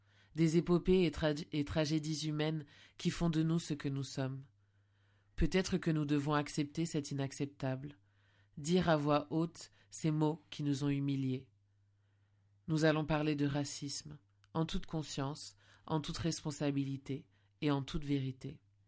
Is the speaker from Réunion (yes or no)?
yes; Réunion; alors que je viens de la Réunion